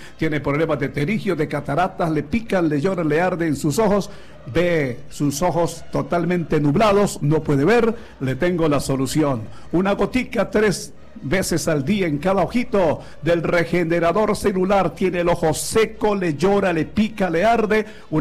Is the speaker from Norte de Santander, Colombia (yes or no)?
yes; Durania, Norte de Santander, Colombia; mi pueblo, en Durán